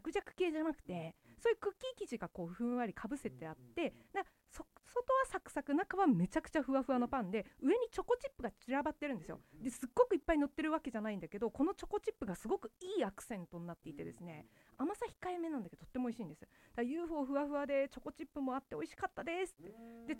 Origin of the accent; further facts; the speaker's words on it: Sakaiminato, Tottori, Japan; moved away; 地元鳥取県境港市に帰省をした